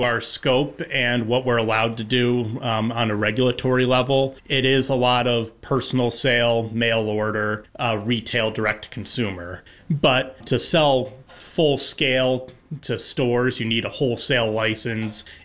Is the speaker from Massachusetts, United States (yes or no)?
yes; Hadley, Massachusetts, United States; I am genuinely proud to be born and raised in Hadley.